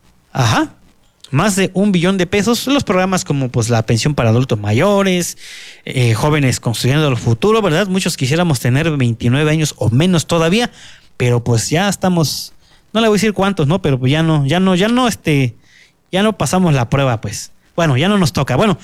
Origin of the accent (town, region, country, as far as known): Mexico